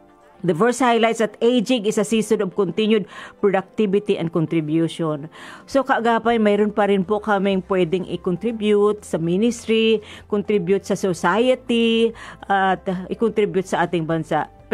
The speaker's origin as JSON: {"language": "Tagalog", "town": "Davao City", "region": "Davao Region", "country": "Philippines", "accent": "Bisaya", "said": "Ako, Bisaya man ako dahil, no? Tagadabaw ako. So, mayroon accent ang Timorlin na, ano ba yun? May accent na Bisaya."}